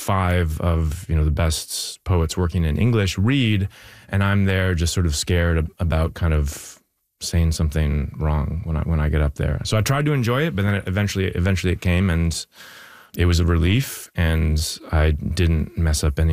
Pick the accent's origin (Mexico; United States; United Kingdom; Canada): Canada; New Westminster, British Columbia; now in Toronto, Canada; I'm from New Westminste